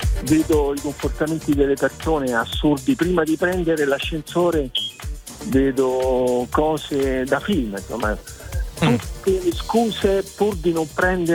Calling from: Orvieto, Umbria, Italy; Io sto Orvieto.

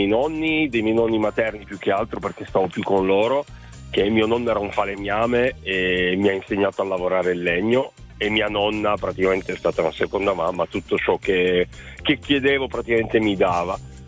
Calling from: Rivoli, Piedmont, Italy; Dalla provincia di Torino, Rivoli.

